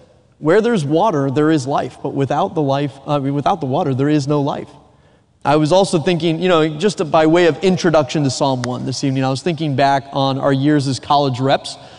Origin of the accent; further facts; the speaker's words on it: Raleigh, North Carolina, United States; Growing up on the East Coast in Raleigh area of North Carolina, growing up in the luscious green grass areas of the world